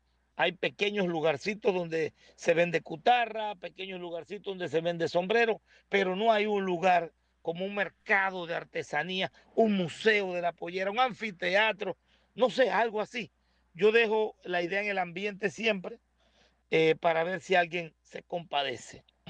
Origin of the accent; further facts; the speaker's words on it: La Tiza, Los Santos, Panama; En La Tiza, en mi pueblo